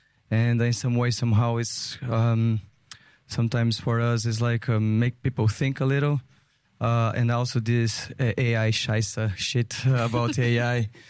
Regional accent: Brazil; English is a second language; In Brazil, for me, was very special because I'm from Brazil. I born in Brazil. I live part of my life there.

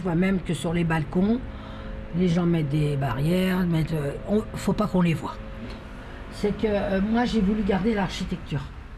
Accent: Champigny-sur-Marne, Île-de-France, France; Je suis née à la Cité Jardin, dans l'autre cour, donc au domicile de mes parents.

